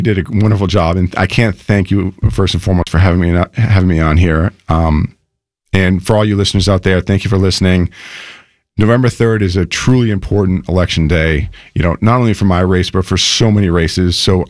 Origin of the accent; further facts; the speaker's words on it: Dennis, Massachusetts, United States; I was born and raised in Dennis. I went to DY. I went to CCD and Brewster. I am literally part of this community.